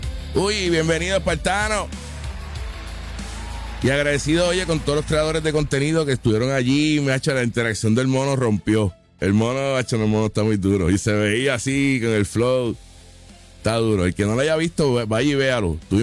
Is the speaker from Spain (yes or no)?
no; Puerto Rico; Nosotros como puertorriqueños